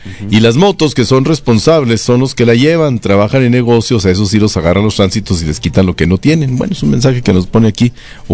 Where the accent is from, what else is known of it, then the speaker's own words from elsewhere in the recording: Parral, Chihuahua, Mexico; Es que por eso les decía que es una vergüenza ir a otro lado y que te digan: ¿de dónde eres? De Parral.